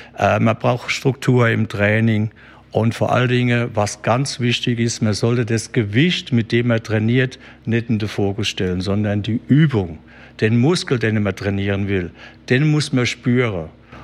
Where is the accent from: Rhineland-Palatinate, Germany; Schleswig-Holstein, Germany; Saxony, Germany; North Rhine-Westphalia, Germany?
Rhineland-Palatinate, Germany; Kaiserslautern; moved away as an adult; now in Geinsheim, Germany; Alter auch wichtig, 64 Jahre alt. Ich komme ursprünglich aus Kaiserslautern, wohne jetzt schon über 22 Jahre in Geinsheim